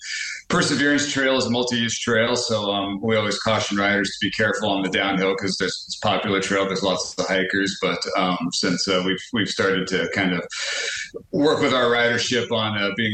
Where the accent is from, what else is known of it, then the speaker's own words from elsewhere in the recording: Alaska, United States; hey, I'm from Alaska, and we'd love you to come up here.